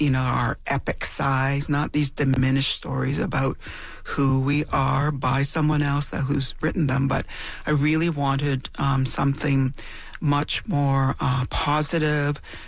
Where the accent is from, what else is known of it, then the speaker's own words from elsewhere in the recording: Temagami, Ontario, Canada; When I grew up in Temagami, in Northern Ontario